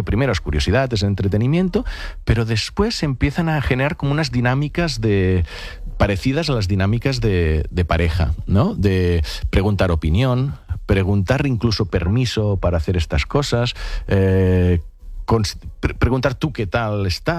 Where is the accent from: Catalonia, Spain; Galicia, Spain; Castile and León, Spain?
Catalonia, Spain; mira que soy del Delta del Ebre, allí mosquitos, sí